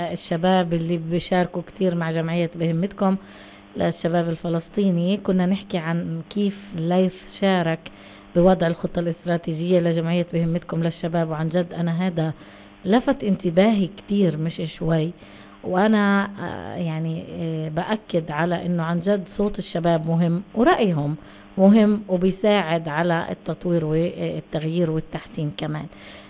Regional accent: Palestine; لأنه النجاح هو نجاحنا إحنا كشباب فلسطيني وكشباب ذوي إعاقة.

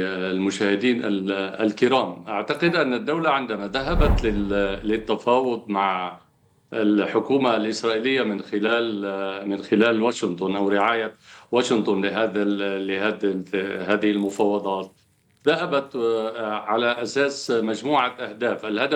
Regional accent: Lebanon; كلبنانيين كدولة لبنانية

